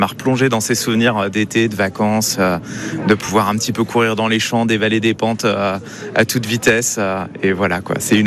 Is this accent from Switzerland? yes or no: no; Bourgogne-Franche-Comté, France; C'est un souvenir de vacances dans ma famille en Bourgogne. Je viens du Charolais, donc le sud de la Bourgogne. C'est du coup la campagne.